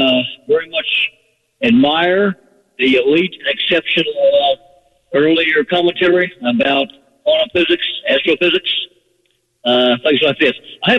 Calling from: Mandeville, Louisiana, United States; I'm calling you from Mandeville, Louisiana. That's Mandeville, Louisiana. Okay, and it's a very clean-cut, very affluent area.

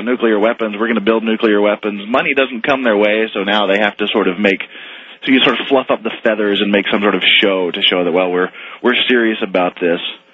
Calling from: Busan, South Korea; I'm calling from the other corner of Korea, down in the southeast corner in Busan.

